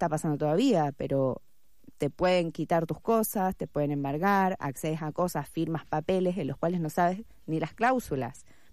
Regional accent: Chile; born there; moved away; yo soy chilena, nací ahí, como mi familia vive en Chile.

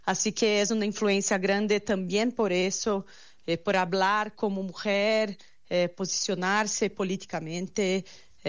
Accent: Brazil; Spanish is a second language; somos cinco cantantes de Brasil que actuamos mucho por todo el territorio

